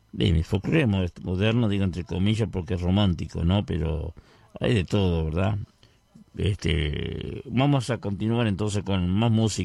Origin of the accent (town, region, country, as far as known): Vergara, Treinta y Tres, Uruguay